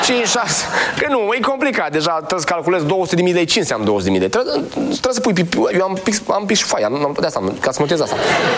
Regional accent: Romania; ca români

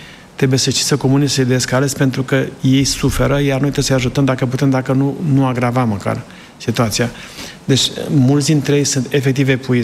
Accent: Sibiu County, Romania; now in United States

